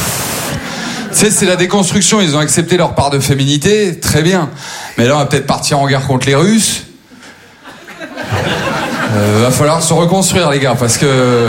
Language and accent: French; Maubeuge, Hauts-de-France, France; J'ai grandi à Maubeuge, c'est la 7e ville la plus pauvre de France.